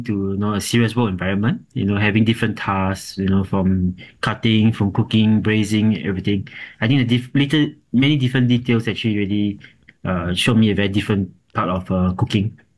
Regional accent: Singapore; moved away as an adult; also born or lived in Kyoto; As a Singaporean

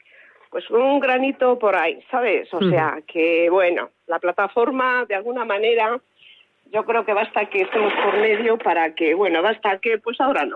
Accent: Zamora, Castile and León, Spain; Si nosotros somos de Zamora, pues porque nos tienen, porque tampoco es cuestión de que nos releguen a que nos tengamos que ir

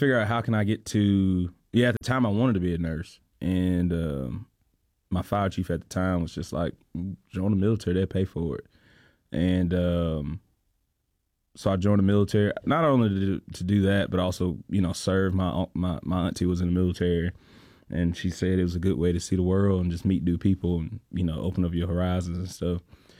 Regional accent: Ellic City, Alabama, United States; A town called Ellic City in Alabama.

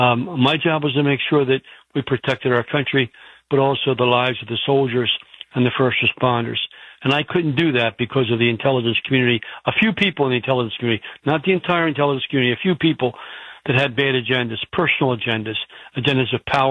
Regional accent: Marcus Hook, Pennsylvania, United States; Joe Biden actually grew up in the town next to me in Claymont, Delaware. I grew up in Marcus Hook.

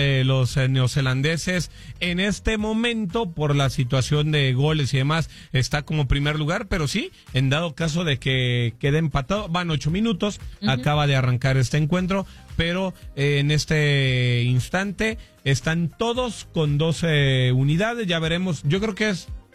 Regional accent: Seville, Andalusia, Spain; Sevilla, ya está.

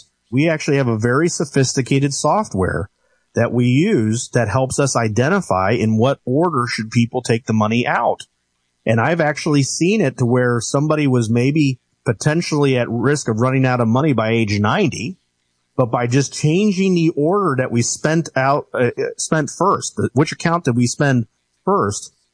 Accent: Cincinnati, Ohio, United States; I grew up in Cincinnati, Ohio, so I was and still am a Bengals fan.

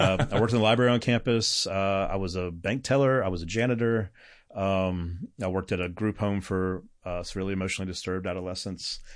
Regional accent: Southern United States, United States; even though it's the South, I'm from the South

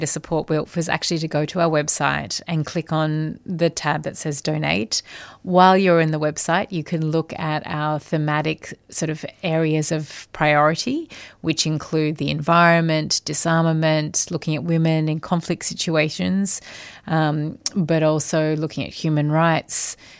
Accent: Australia; I would say that in a country like Australia, and I am Australian, although I live overseas, we are a lucky country in some ways.

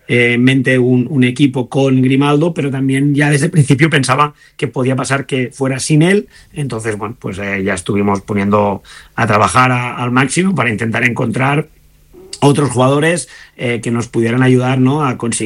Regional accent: Spain; yo soy entrenador español

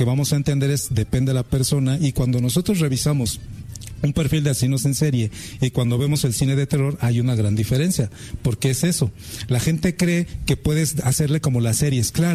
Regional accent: Ecatepec, State of Mexico, Mexico; Somos de Catepec

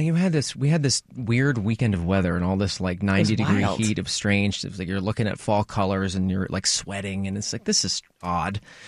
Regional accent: Canada; Oh, and as a Canadian, I should have mentioned that.

